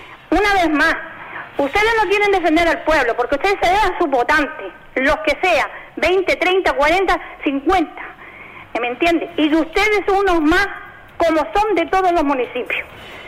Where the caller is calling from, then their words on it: Ingenio, Canary Islands, Spain; Ni en Ingenio, soy de Ingenio.